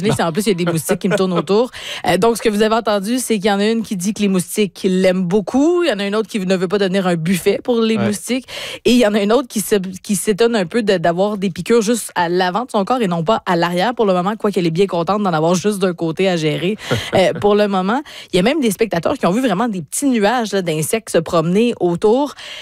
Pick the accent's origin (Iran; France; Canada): Canada; Quebec; Ben, moi, je viens de l'Abitibi en plus. Vous imaginez, je suis suis une connaisseuse de moustiques.